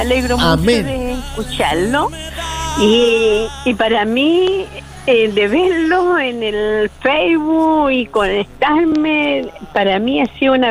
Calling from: Lo Prado, Santiago Metropolitan Region, Chile; yo soy de acá de Lo Prado.

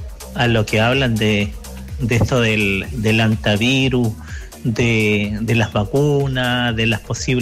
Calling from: Chile; La gente acá en Chile ya está media incrédula

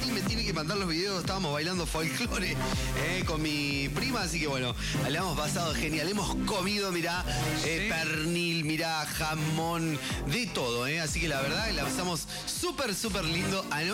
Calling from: Alvear Oeste, Buenos Aires Province, Argentina; de Alvear Oeste.

